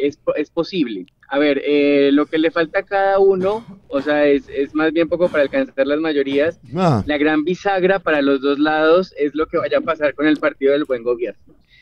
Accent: Medellín, Antioquia, Colombia; accent: Colombian; moved away as an adult; now in Arequipa, Peru; yo ya llevo 12 años, yo soy de Colombia, pero llevo 12 años viviendo en Arequipa.

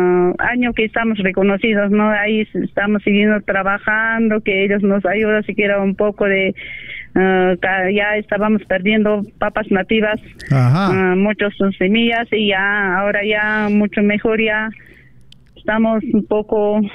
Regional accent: Lambrama district, Apurímac, Peru; born there; como campesina agricultora, en mi comunidad, ¿no? Desde mis papás, desde mis abuelos, yo sigo trabajando en mi comunidad, en mi agricultura.

